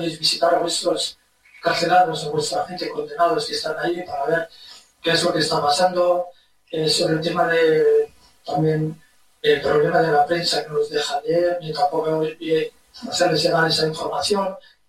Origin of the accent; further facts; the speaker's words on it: Rif, Morocco; moved away; soy del norte, de Rif, especialmente, soy de la zona de Rif y de Refino, de Isa.